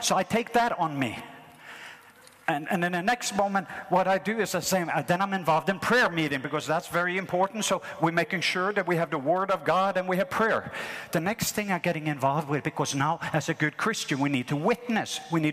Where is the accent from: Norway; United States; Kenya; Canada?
Norway; So when I grew up in Norway, when I was 12 years old, there was a painful, painful abuse and pain that took place in my life.